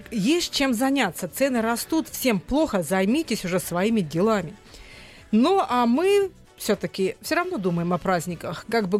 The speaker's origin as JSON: {"language": "Russian", "region": "Kemerovo Oblast", "country": "Russia", "tie": "born or raised there", "moved": "yes", "said": "Я вот родом из Кемеровской области."}